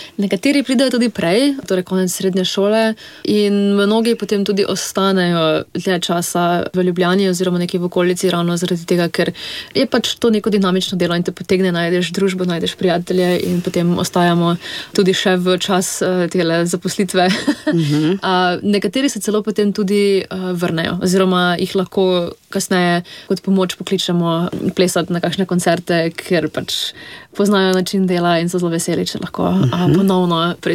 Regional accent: Maribor, Drava, Slovenia; moved away as an adult; now in Ljubljana, Slovenia; jaz pa prihajam iz Maribora in sem v bistvu šla študirati v Ljubljano.

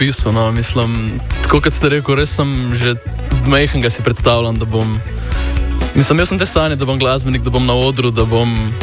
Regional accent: Ljubljana, Central Slovenia, Slovenia; Bom začel tako, da sem Ljubljančan.

